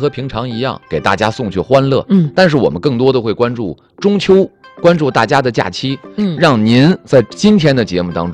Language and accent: Chinese; Tianjin, China; 咱们作为天津人，只要您开的车牌是金打头